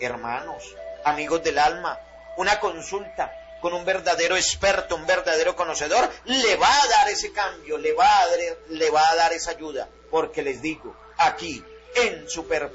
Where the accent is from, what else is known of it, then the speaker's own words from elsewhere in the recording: La Tebaida, Quindío, Colombia; Profesor, yo soy de aquí, de Tebaida.